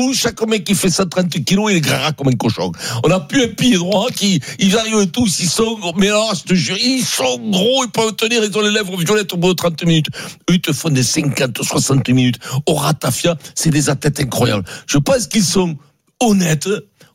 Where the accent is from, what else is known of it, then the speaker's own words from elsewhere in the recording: France; Je dis pas ça parce qu'on est français, parce que je trouve.